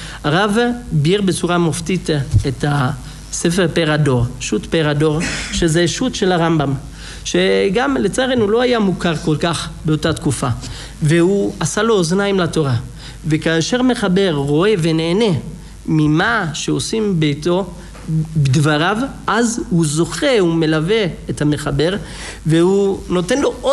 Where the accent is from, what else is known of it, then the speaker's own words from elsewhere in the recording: Italy; now in Israel; אני גדלתי באיטליה